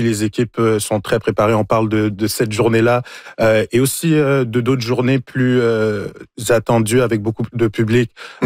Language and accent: French; Montreal, Quebec, Canada; Moi, j'ai grandi à Montréal, je suis né à Montréal